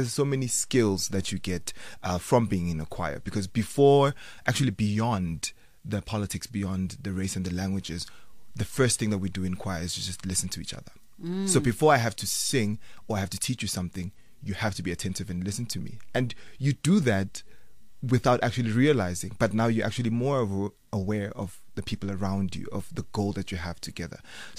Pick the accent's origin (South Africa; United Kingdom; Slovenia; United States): South Africa; as a South African people, as a nation, we love singing.